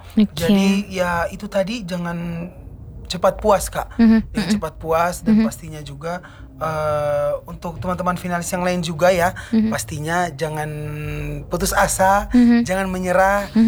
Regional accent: Baubau, Southeast Sulawesi, Indonesia; walaupun kami dari Kota Bau-Bau tetapi kami membawa nama Sulawesi Tenggara nih

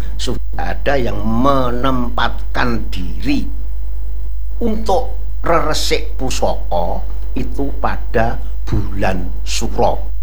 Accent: Java, Indonesia; untuk saya sebagai orang Jawa kuno dari yang sudah tua

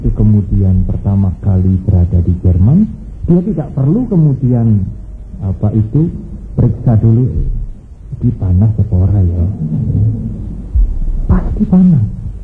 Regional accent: Blora, Central Java, Indonesia; Di daerah saya di Blora itu ada satu desa yang namanya Pelotot.

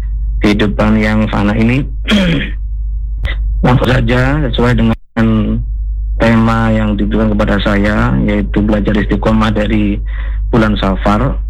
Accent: Java, Indonesia; Kalau kita orang Jawa itu di beberapa daerah mayoritasnya memiliki keyakinan bahwasanya di bulan Suro itu tidak boleh melakukan kegiatan-kegiatan yang bersifat sukaria

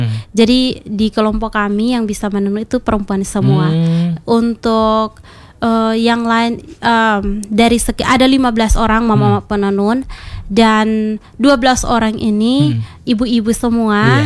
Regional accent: East Nusa Tenggara, Indonesia; Kalau dari beta, beta mau bilang bahwa kita ini orang TTS. Tanahnya memang kering. Tapi budayanya itu basah.

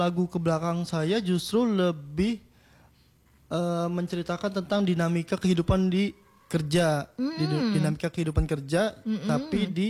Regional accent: South Tangerang, Banten, Indonesia; now in Bangka, Indonesia; Jadi saya ini aslinya dari Tangerang Selatan, cuma merantau ke Bangka, dan sekarang menjadi musisi Bangka, hitungannya rapper dari Bangka.

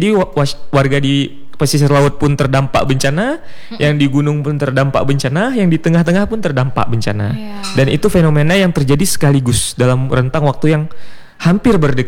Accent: Aceh, Indonesia; di desa saya. Di Allahab, Cot Gire, Kabupaten Aceh Utara.

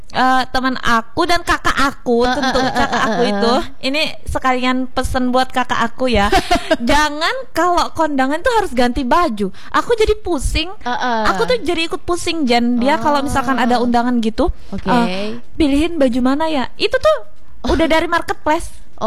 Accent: Pulang Pisau, Central Kalimantan, Indonesia; born there; Aku kan aslinya pulang pisau. Aku aslinya Jawa loh.

